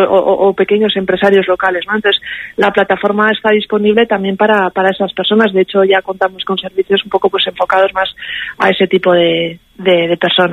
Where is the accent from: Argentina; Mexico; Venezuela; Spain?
Spain; Basque Country; como buenos vascos aquí de Euskadi